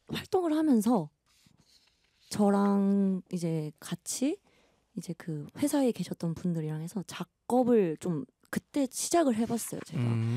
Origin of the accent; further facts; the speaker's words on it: Gyeonggi Province, South Korea; 경기도입니다.